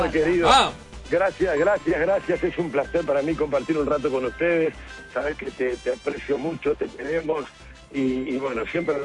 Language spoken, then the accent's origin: Spanish; La Plata, Buenos Aires Province, Argentina; nosotros somos platenses, muy pincharrata.